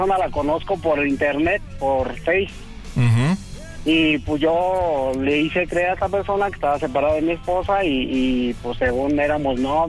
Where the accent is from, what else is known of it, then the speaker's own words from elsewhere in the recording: State of Mexico, Mexico; now in San Luis Potosí, Mexico; Somos del Estado de México, pero ya estamos en San Luis Potosí.